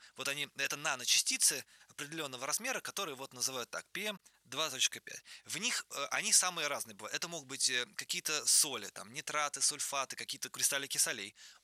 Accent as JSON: {"language": "Russian", "town": "Chernogolovka", "region": "Moscow Oblast", "country": "Russia", "tie": "born or raised there", "moved": "yes", "lives_now": "Moscow, Russia", "said": "я как раз вырос в Подмосковье, в Черноголовке."}